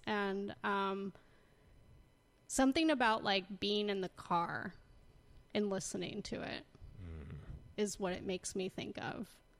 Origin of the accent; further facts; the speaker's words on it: Illinois, United States; But I grew up outside Chicago, so we were in the Midwest a lot.